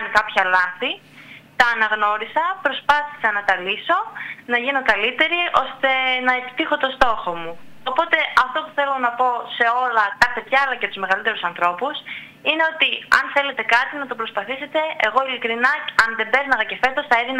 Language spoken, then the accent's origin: Greek; Fournoi, North Aegean, Greece; ενός παιδιού που ζει στους Φούρνους.